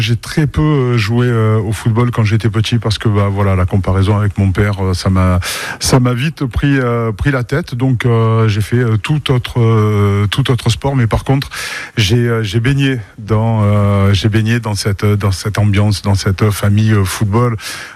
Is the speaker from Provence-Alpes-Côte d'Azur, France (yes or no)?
yes; Marseille, Provence-Alpes-Côte d'Azur, France; born there; Voilà, je suis né à Marseille quand mon père a été transféré de la CA Ajaccio à l'Olympique de Marseille.